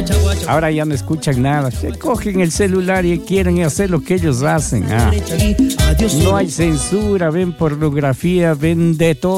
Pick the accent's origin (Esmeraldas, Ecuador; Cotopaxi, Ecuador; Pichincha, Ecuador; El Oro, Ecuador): Cotopaxi, Ecuador; Latacunga; Somos de la Tacunga.